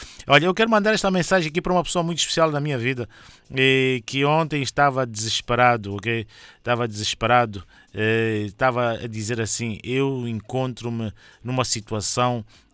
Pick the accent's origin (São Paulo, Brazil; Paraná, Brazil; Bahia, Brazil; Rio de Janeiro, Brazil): Bahia, Brazil; Peça a música da Bahia, eu sou da Bahia